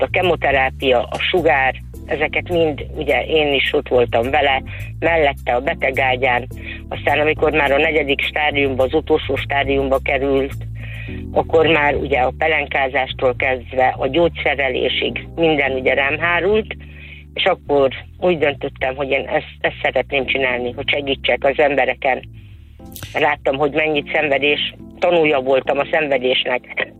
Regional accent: Demjén, Heves, Hungary; ez a gyermekkor, ez Demjénbe történt, demjéni származású vagyok

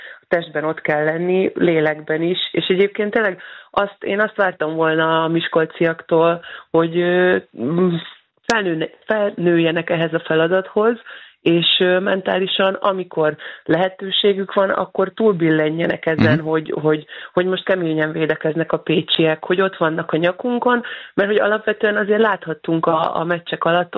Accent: Sopron, Győr-Moson-Sopron, Hungary; én is soproniként, még Sopronban játszottam

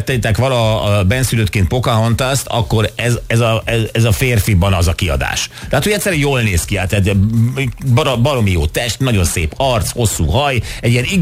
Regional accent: Újlipótváros, Budapest, Hungary; Új Lipotvárosi őslakos.

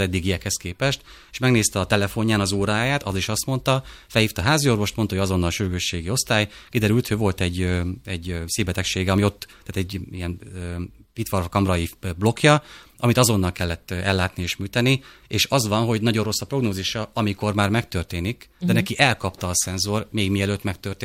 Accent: Szabolcs-Szatmár-Bereg, Hungary; én Szabolcsi vagyok

